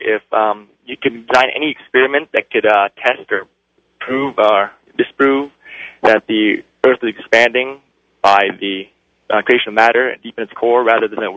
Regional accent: Moselle, Mississippi, United States; Matter because … from Moselle, Mississippi.

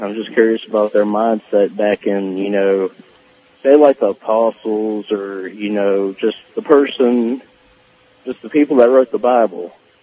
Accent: Southern United States, United States; now in Houston, United States; I'm a spiritual person. I was born and raised Southern.

